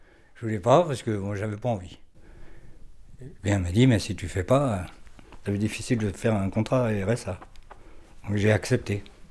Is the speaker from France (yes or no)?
yes; Poissy, Île-de-France, France; born there; now in Brioude, France; Alors je suis né le 14-01-63 à Poissy dans les Yvelines.